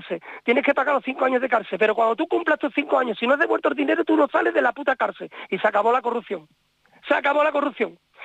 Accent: Seville, Andalusia, Spain; also born or lived in Ibiza; Mira, yo me he criado en Sevilla, pero nací en Ibiza.

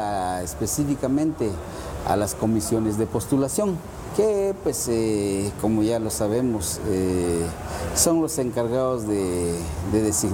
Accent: Alta Verapaz, Guatemala; como ciudadano guatemalteco y altaverapacense

